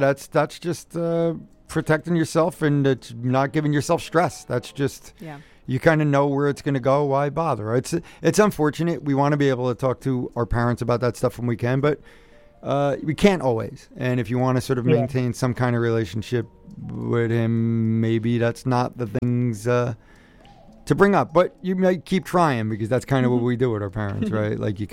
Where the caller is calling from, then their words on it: Newark, New Jersey, United States; Yeah, I'm calling from Green Street in Newark.